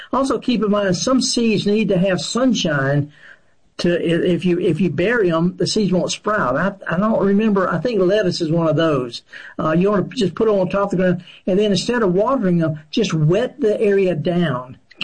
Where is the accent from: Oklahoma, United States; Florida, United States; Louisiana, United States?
Louisiana, United States; Baton Rouge; He's from my hometown in Baton Rouge.